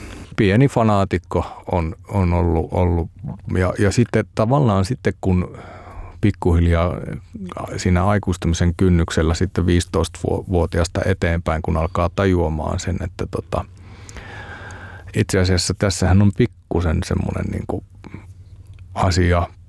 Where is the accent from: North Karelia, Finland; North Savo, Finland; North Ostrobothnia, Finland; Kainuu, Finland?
North Ostrobothnia, Finland; Raahe; Ja mä menin sinne niin kuin uutena ja Raahe on mun kotipaikka siinä mielessä, että vanhemmat asuu siellä edelleenkin.